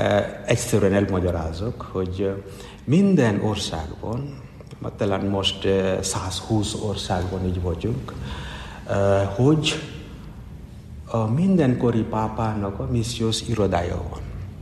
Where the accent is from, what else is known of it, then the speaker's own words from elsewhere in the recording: India; Hungarian is a second language; now in Hungary; Indiából származom. Elmúlt 14 éve, hogy itt vagyok Magyarországon, és szolgálok.